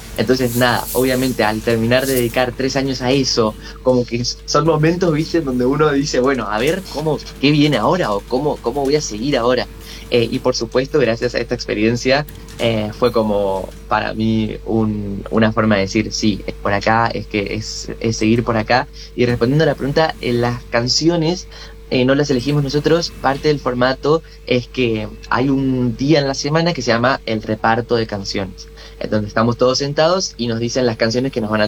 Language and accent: Spanish; Corrientes, Argentina; soy de Corrientes